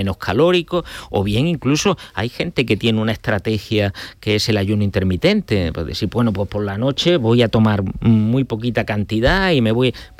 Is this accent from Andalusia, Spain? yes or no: yes; Montoro, Andalusia, Spain; No, soy cordobés, nací en Montoro.